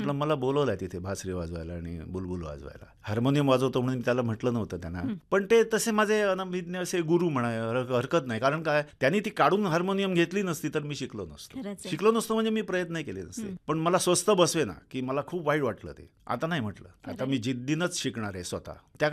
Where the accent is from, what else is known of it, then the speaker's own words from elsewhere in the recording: Tulas, Maharashtra, India; बालपण माझं वेंगुला तालुक्यातील तुळसगावी गेलं. आम्ही 12 भावंड, वडील शेती करायचे